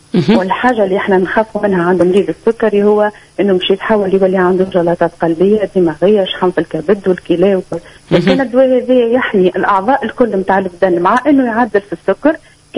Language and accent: Arabic; Tunisia; عندنا في تونس